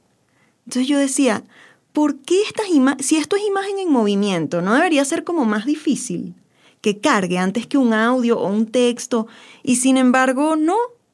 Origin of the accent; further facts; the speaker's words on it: Venezuela; ¿cómo te sientes tú como venezolana? Es como, sí, ok, yo padezco este contexto